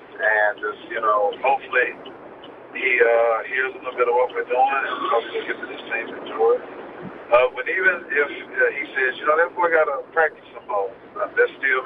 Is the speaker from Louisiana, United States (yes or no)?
yes; Ruston, Louisiana, United States; also born or lived in Spearsville, Louisiana / Shreveport, Louisiana / Denham Springs, Louisiana; now in Baton Rouge, United States; I was born and reared in Ruston, Louisiana, and I also spent some time in Spearsville, Louisiana, which is about 40 minutes north of Ruston, Louisiana.